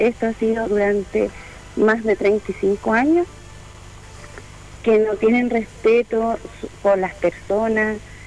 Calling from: Coronel, Biobío, Chile; De Yovilo, de la población Granfe

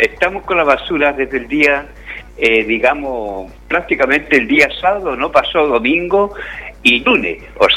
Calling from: Coronel, Biobío, Chile

